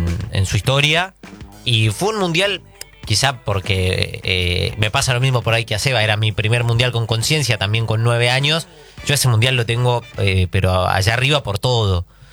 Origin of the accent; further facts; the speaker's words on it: Colombia; now in Argentina; Sí, yo soy colombiano.